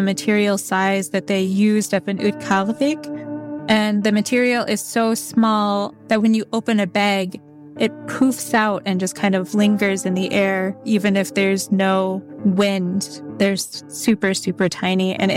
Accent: Alaska, United States; I'm from St. Lawrence Island.

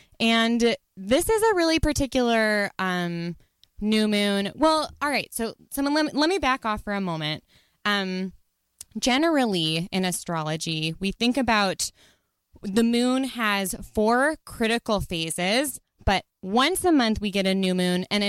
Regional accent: Detroit, Michigan, United States; I am here visiting from Detroit. Rachel is one of my best friends from home.

